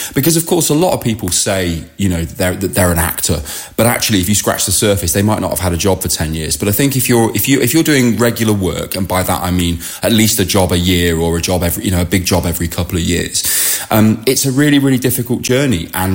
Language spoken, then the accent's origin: English; Sutton Coldfield, West Midlands, United Kingdom; born there; I was born in Sutton Coalfield in the Midlands.